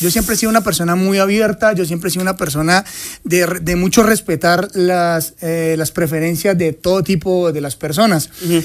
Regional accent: Yumbo, Valle del Cauca, Colombia; also born or lived in Cali; Bueno, mira … es nacido en Cali, Valle del Cauca. Criado en Yumbo, Valle del Cauca, a 15 minutos de Cali, capital industrial del Valle del Cauca, en una etapa de 15 años, okay.

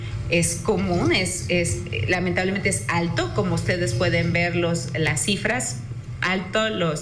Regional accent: Mexico

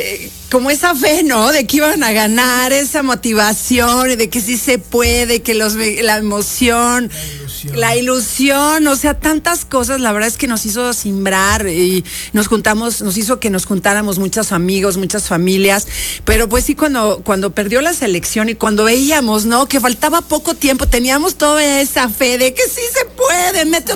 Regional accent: Puebla, Mexico; o sea, yo soy Chivas y de Puebla.

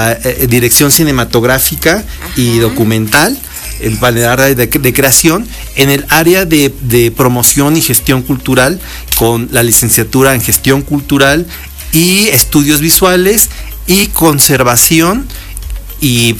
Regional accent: Puebla, Mexico

